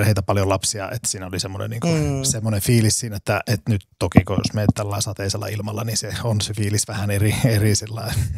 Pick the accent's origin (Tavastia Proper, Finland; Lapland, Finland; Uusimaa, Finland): Lapland, Finland; Keminmaa; now in Oulu, Finland; mä oon tuolta Keminmaasta kotoisin